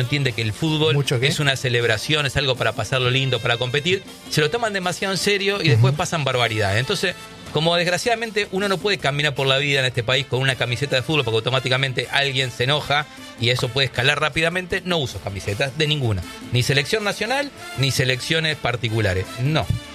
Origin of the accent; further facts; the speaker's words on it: Uruguay; now in Argentina; Soy uruguayo, pero con muchísimos años viviendo en la Argentina